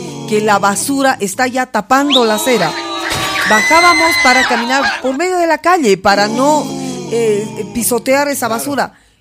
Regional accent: La Paz, Bolivia; así somos los paceños.

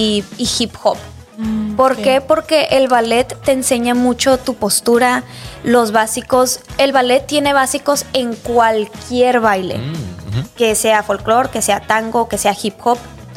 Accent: Mexico; es algo que me enorgullece porque pues obviamente soy mexicana.

